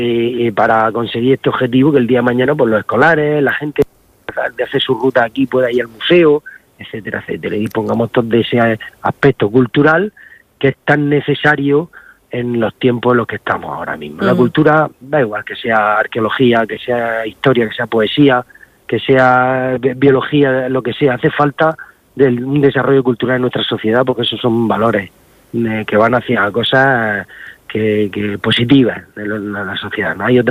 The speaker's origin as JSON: {"language": "Spanish", "town": "Santomera", "region": "Region of Murcia", "country": "Spain", "tie": "born or raised there", "said": "me hace mucha ilusión que eso ya se haya sentado aquí en Santomera, en mi pueblo."}